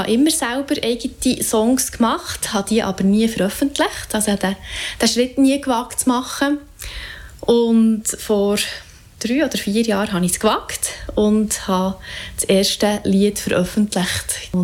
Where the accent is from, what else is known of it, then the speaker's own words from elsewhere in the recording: Zollikofen, Bern, Switzerland; accent: Bernese dialect; now in Bern, Switzerland; Ich bin ein Berner Mädchen, weil ich bin ganz in der Nähe von Bern aufgewachsen, nämlich zu Zollikofen. Darum bin ich dann gleich mal in Bern gelandet, als ich meine Ausbildung als Kindergärtnerin fertig gemacht habe. Bin ich nachher auf Bern gezogen und wohne jetzt schon sehr, sehr lange in Bern.